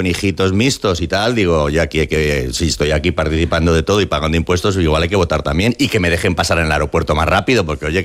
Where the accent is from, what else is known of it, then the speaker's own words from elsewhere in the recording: Spain; now in United States; Sí, porque yo soy ciudadano americano, soy español, porque nací aquí y tal, y fui al Colegio de los Sagrados Corazones